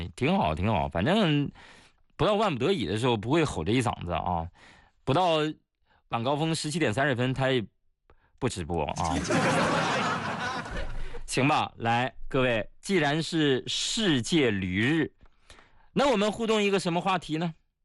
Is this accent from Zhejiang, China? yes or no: no; Changzhi, Shanxi, China; moved away; 我的老家长治，